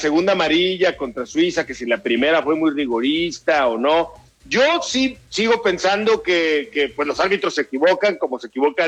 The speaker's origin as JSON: {"language": "Spanish", "town": "Torreón", "region": "Coahuila", "country": "Mexico", "tie": "born or raised there", "said": "Yo soy de Torreón"}